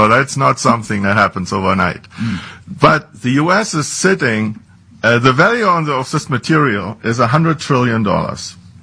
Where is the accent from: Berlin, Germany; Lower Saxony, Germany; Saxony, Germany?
Berlin, Germany; moved away as an adult; now in Las Vegas, United States; I was born and raised in Berlin. I went to school there. I got my PhD at the Institute for Radiation and Nuclear Physics. And after that, I came to the U.S. in 1994 and to Nevada, actually to Las Vegas at the time.